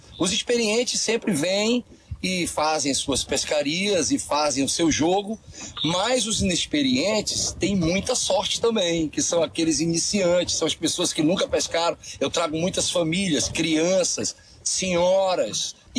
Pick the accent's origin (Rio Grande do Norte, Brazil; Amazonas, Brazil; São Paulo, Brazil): Amazonas, Brazil; Ó, eu sou amazonense, né?